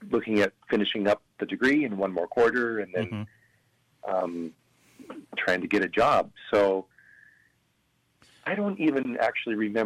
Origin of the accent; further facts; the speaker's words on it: Pasco, Washington, United States; I was born and raised in Pasco, Washington, and so I grew up in St. Patrick Parish, which is now the largest parish in the diocese. I'm the youngest of seven